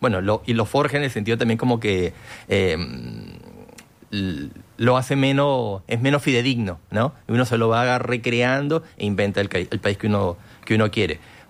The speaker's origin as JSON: {"language": "Spanish", "country": "Venezuela", "moved": "yes", "lives_now": "Montevideo, Uruguay", "said": "yo soy venezolano y hay una comunidad venezolana más o menos grande acá en Uruguay"}